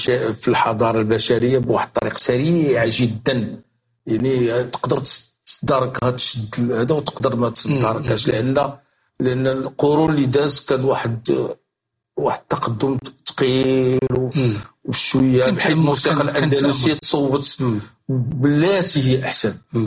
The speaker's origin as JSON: {"language": "Arabic", "country": "Morocco", "said": "في واحد 51 نوع في الحضاري عندنا في المغرب،"}